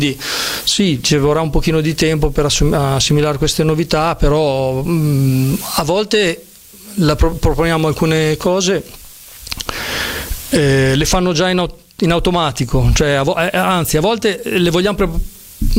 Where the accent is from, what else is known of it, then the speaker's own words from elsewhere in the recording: Sasso Marconi, Emilia-Romagna, Italy; Io sono di Sasso Marconi, no? Quindi un paesino piccolo